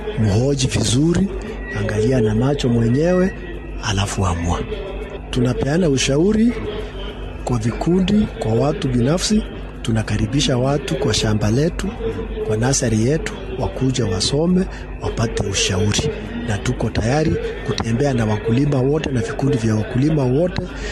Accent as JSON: {"language": "Swahili", "country": "Kenya", "said": "Sisi ni wa Kenya milioni zaidi ya milioni 50."}